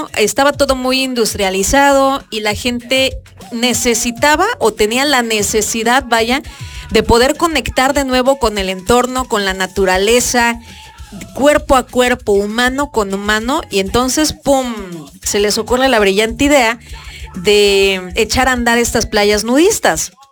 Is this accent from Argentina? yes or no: no; Mexico; uno como mexicano